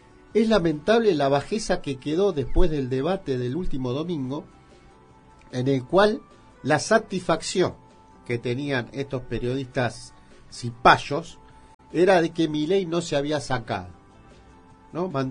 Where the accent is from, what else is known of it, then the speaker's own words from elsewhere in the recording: Argentina; orgulloso como argentino